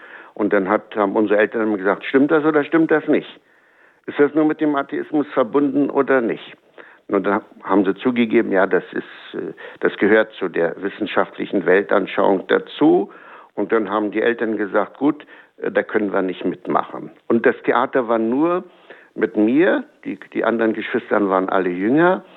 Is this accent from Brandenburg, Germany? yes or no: yes; Herzfelde, Brandenburg, Germany; Also wir hatten bei uns in Herzfelde, wir hatten einen ganz guten Priester, der hat mich immer erinnert an den Pfarrer von Ars, ganz arm, ganz demütig, ganz fromm. Und wir hatten Jugendstunde.